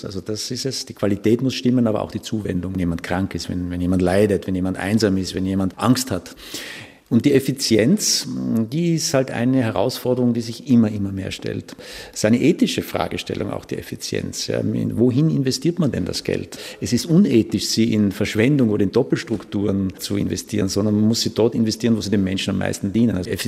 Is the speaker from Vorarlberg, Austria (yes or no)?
no; Tyrol, Austria; now in Vienna, Austria; ich bin in Tirol aufgewachsen und bin da schon sehr christlich sozialisiert worden, weil es einfach Teil unseres Dorflebens war. Ja. Ich bin da in einem kleinen Ort im Ötztal aufgewachsen.